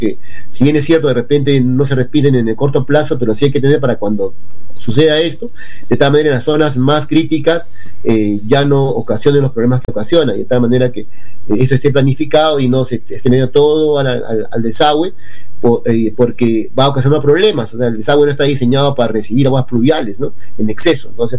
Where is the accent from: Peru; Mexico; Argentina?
Peru; Tacna; Quienes somos de Tacna o viven en Tacna muchos años